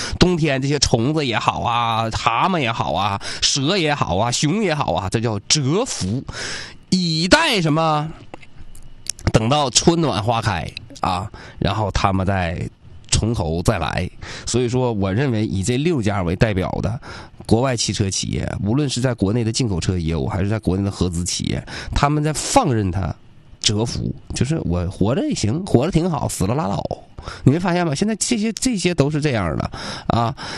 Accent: Changchun, Jilin, China; 我们长春算是一个三线省会城市

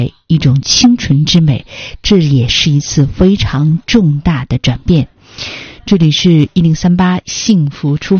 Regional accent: Jilin, China; 咱们吉林人的康养大集下周就要开集了

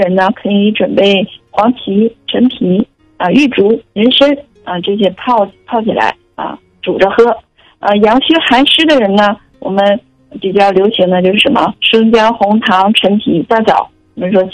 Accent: Northeast China, China; 我们东北人呢本身脾胃呢就偏弱

